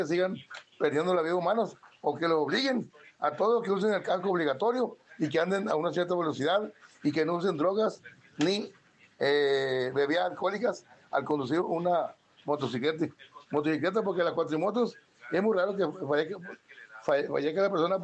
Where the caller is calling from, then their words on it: Badiraguato, Sinaloa, Mexico; nos está cayendo una señora llovidona hoy acá en el Aguaje Veraguato